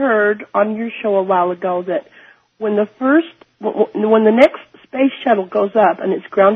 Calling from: Los Angeles, California, United States; calling from Reseda.

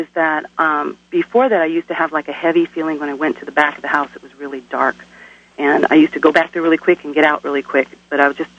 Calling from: Oregon, United States; I'm from Oregon.

